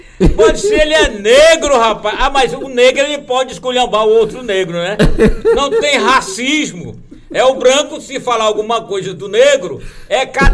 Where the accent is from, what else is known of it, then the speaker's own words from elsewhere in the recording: Maranhão, Brazil; Eu sou maranhense da gema